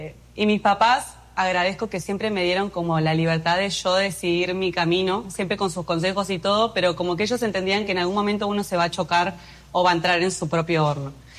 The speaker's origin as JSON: {"language": "Spanish", "country": "Argentina", "moved": "as an adult", "lives_now": "Dominican Republic", "said": "muy patriota. Yo amo a Argentina, me considero más argentina que el mate. Siempre dije, yo voy a nacer y morir en Argentina. Estudié ciencias políticas allá"}